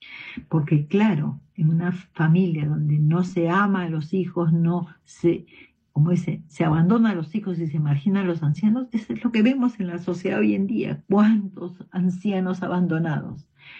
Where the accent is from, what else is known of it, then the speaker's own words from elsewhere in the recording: Peru; nuestro país, nuestro querido Perú